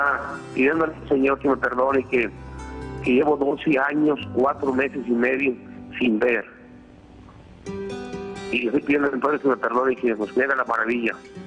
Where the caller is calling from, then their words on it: Villanueva, Zacatecas, Mexico; Sí, estamos hablando aquí de Villanueva, Zacatecas.